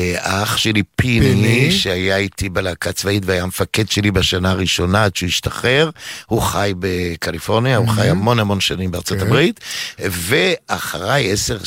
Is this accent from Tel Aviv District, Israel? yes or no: yes; Givatayim, Tel Aviv District, Israel; משם לגבעתיים, ההורים שלי קיבלו בית לעובדי עיריית תל אביב, לצעירים, אבל אני גדלתי, אני מין סלט ניסואז כזה, גדלתי בגבעתיים